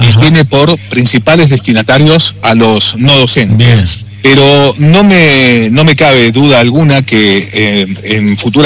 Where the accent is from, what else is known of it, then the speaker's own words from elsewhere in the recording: Chilecito, La Rioja, Argentina; yo soy oriundo de Chilecito